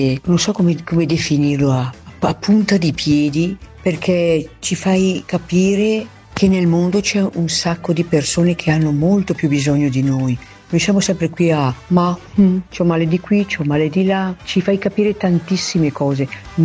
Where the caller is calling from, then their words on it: Bergamo, Lombardy, Italy; accent: Bergamo; Sono di Bergamo, si sente dal mio accento.